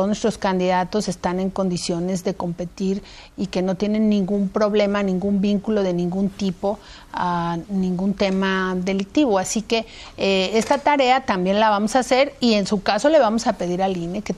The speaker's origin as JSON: {"language": "Spanish", "town": "Iztapalapa", "region": "Mexico City", "country": "Mexico", "said": "Yo les digo que soy de Iztapalapa para el mundo. Y después la vida me llevó a vivir cerca de la universidad, de la UNAM, y por eso hice mi vida política en Coyoacán."}